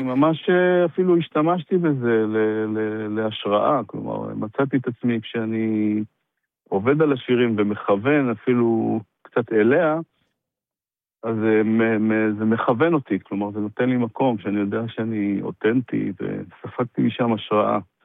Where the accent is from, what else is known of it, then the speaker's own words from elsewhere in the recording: Ashdod, Southern District, Israel; moved away as an adult; אני גדלתי באשדוד עד גיל 20, ונשאר לי שם איזה מין חשבון פתוח.